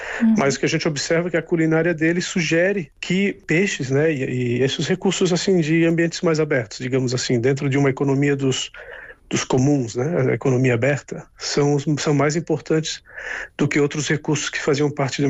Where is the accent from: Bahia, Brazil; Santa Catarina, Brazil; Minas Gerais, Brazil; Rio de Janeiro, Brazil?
Santa Catarina, Brazil; Florianópolis; now in Barcelona, Spain; Eu sou do litoral, eu sou de Florianópolis